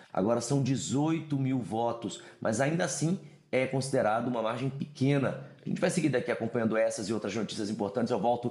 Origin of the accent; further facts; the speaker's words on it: Brazil; now in United States; como nós brasileiros também fazemos bem